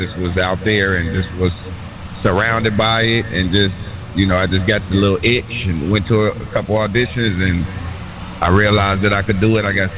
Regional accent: Chicago, Illinois, United States; Man, I'm born and raised in Chicago, Southside, Wild Hunted, part of the city, Roseland community. I was born at Roseland Hospital, 1975.

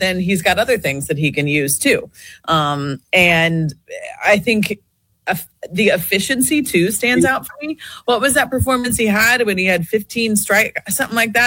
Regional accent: Midwest, United States; I'm probably a little biased just because I grew up in the Midwest.

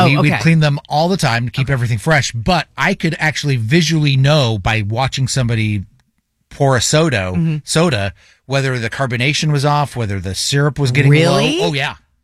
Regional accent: Utah, United States; I grew up in Utah, where soda fountains are king.

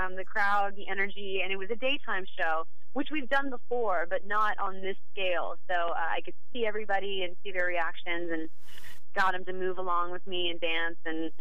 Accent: Wichita, Kansas, United States; now in Los Angeles, United States; Yeah, I'm from Wichita, Kansas.

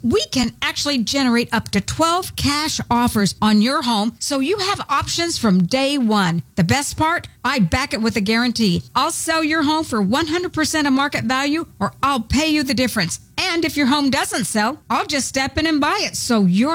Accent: Arizona, United States; Vicki and I, Arizona natives.

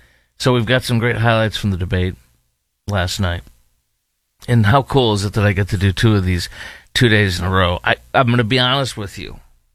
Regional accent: Chicago, Illinois, United States; now in Dallas-Fort Worth, United States; my hometown of Chicago

